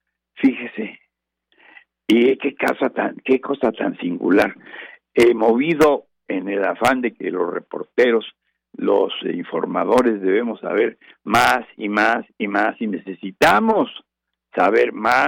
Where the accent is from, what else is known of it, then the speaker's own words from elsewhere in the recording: Guadalajara, Jalisco, Mexico; moved away; no obstante que vivía ya buenos años y tengo buenos amigos y quiero mucho a mi tierra